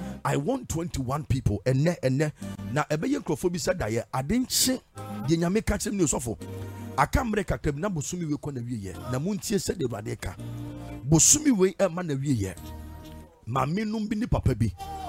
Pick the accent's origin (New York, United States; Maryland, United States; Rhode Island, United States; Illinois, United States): Maryland, United States; Baltimore; I'm from Baltimore. America, I'm from baby Maryland, Baltimore.